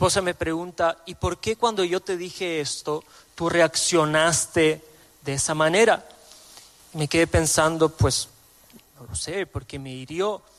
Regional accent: Bulgaria; moved away; como buen búlgaro europeo del este

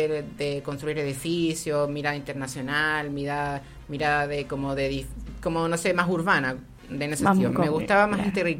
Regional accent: Romeral, Maule, Chile; yo crecí en la Villa Alegre y tú conoces la Villa Alegre.

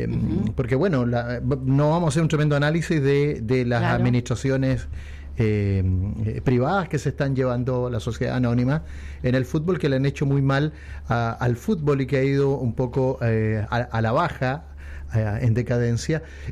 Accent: Chile

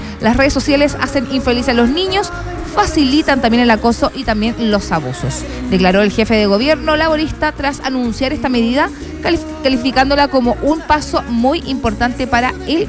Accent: Chile; algo que hemos debatido nosotros como chilenos

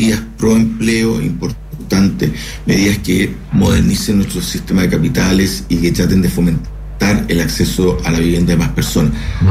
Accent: Chile; como persona natural, como chileno

